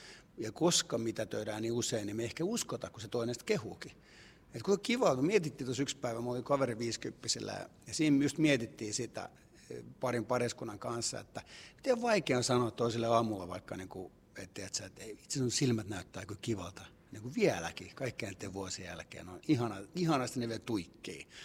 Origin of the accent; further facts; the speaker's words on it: Cyprus; koska olen Kyprokset kotoisin, ollut Kyproksella häissä.